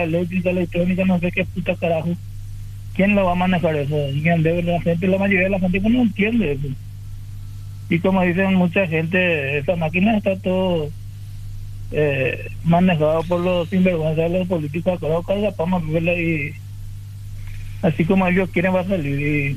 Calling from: Paraguay; somos buenos los paraguayos

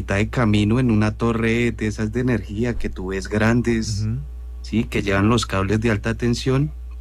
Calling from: Barbosa, Santander, Colombia; yo soy santanderiano de Barbosa

